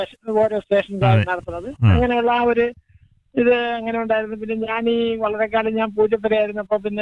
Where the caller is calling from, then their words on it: Mundela, Kerala, India; ഞാനും മുണ്ടേല.